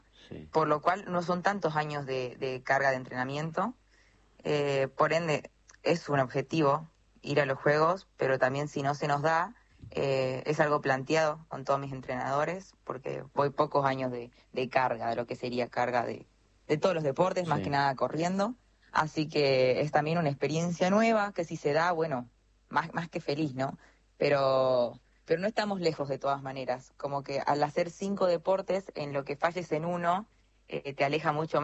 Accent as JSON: {"language": "Spanish", "region": "Salta", "country": "Argentina", "moved": "as an adult", "lives_now": "Buenos Aires, Argentina", "said": "De Salta, Salta Capital."}